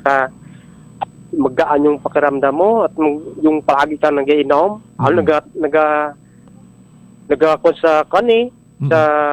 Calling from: Magsaysay, Mimaropa, Philippines; Kalawag po, Magsaysay, Occidental Mindoro.

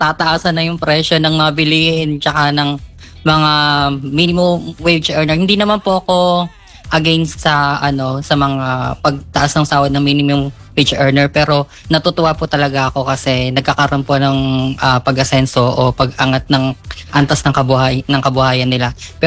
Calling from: Naic, Calabarzon, Philippines; Nay Cavite po.

